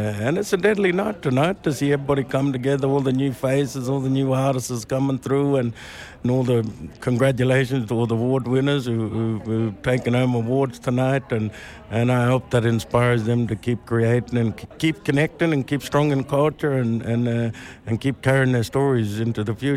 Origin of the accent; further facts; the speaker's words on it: South Australia, Australia; now in Port Elliot, Australia; I'm a Ramanjiri of Narangiri Nation and Naranga artist and storyteller. And I'm I live on country in Kunjinwald and in Port Elliot there on a Ramanjiri country.